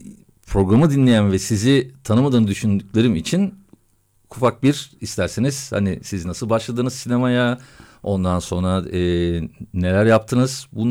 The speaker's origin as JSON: {"language": "Turkish", "region": "Istanbul", "country": "Turkey", "said": "biz sizinle hemşeriyiz. Modalıyız ikimiz de."}